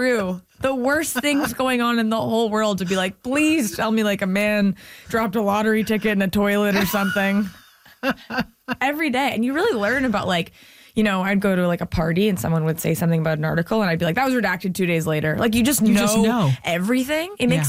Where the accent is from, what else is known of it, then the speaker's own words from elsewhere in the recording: Canada; I'm Canadian, so I'd had these things that I considered really high pressure, like going back years.